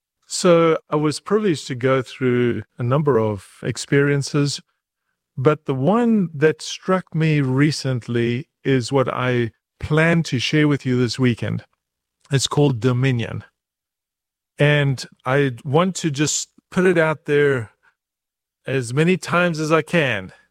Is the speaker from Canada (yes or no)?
no; South Africa; I come from South Africa. My father was a mission doctor amongst the Zulu people, and I had the privilege of growing up amongst the Zulu people, stick fighting, learning some of the language, and just participating in the culture.